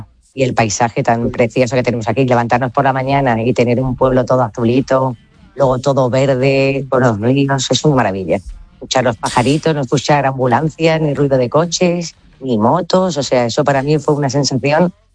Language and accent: Spanish; Marbella, Andalusia, Spain; Y dije, yo que vengo de Marbella, que hay un kiosco en cada esquina